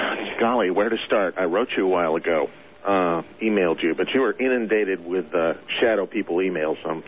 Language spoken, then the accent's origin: English; Vermont, United States; now in Florida, United States; my hometown up in Vermont